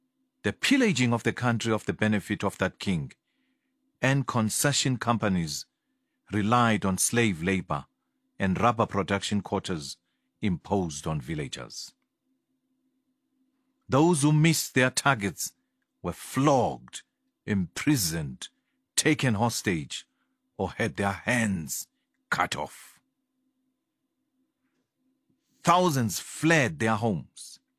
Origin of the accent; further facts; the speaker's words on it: Eswatini; What I observed growing up in Swaziland mirrors what Mike Davis describes about India in the late 19th century